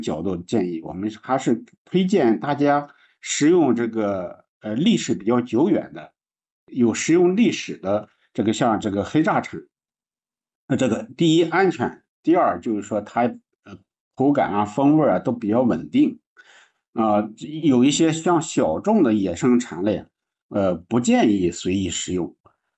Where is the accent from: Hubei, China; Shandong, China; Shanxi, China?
Shandong, China; 我们山东人吃的是最多。